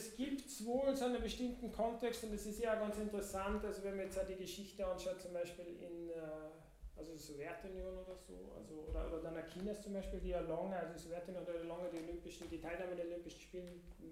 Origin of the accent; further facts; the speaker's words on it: Austria; wenn man für das deutsche Team ist, sage ich jetzt als Österreicher.